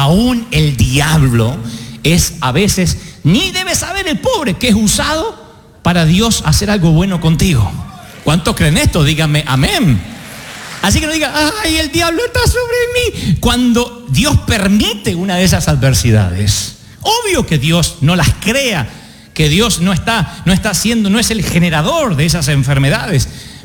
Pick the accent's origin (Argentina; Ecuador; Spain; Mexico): Argentina; Porque somos argentinos.